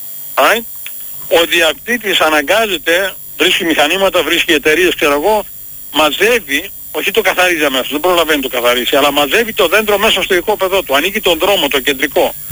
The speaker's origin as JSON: {"language": "Greek", "country": "Greece", "tie": "born or raised there", "moved": "as an adult", "lives_now": "United States", "said": "Μεγάλωσα στην Ελλάδα και έφυγα στα 25 μου."}